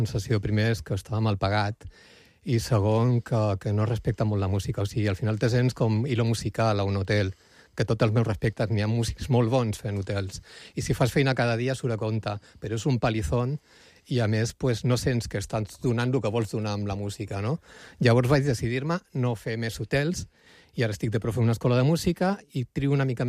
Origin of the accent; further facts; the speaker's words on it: Barcelona, Catalonia, Spain; moved away as an adult; now in Mallorca, Spain; jo sóc de Barcelona, porto aquí 15 anys